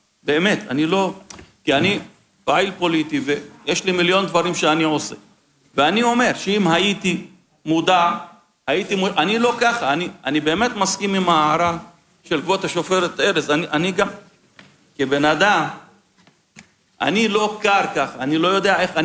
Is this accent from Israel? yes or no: yes; Lod, Central District, Israel; also born or lived in Ramla / Jaffa; אני גדלתי בלוד, רמלה ויפו. אלה האנשים שלי, זאת הסביבה הטבעית שלי.